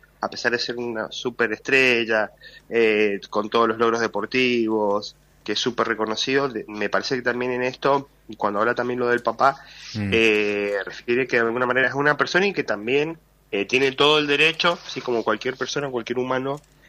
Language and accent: Spanish; Argentina; Porque creo que Messi son de las pocas causas que como argentinos nos unen entre todos, ¿sí?